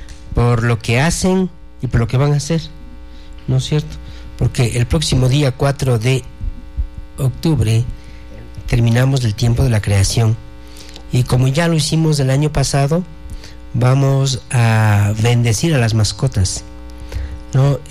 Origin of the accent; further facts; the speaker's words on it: Cotacachi, Imbabura, Ecuador; Yo provengo de la ciudad de Cotacachi, en la provincia de Imbabura